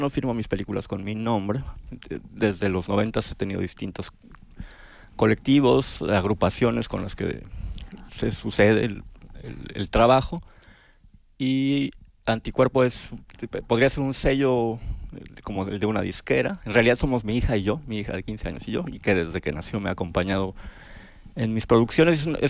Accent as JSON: {"language": "Spanish", "region": "Mexico City", "country": "Mexico", "tie": "born there", "also_born_or_lived": "Bolivia", "moved": "as an adult", "said": "yo sí nací en Ciudad de México, y pensé que estaba desarrollando una tesis que nunca terminé."}